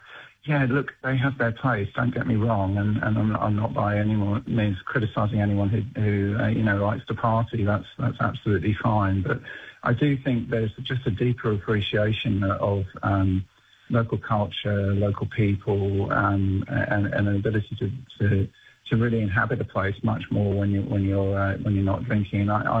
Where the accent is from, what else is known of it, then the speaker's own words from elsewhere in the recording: Newcastle, New South Wales, Australia; And then I'm from Newcastle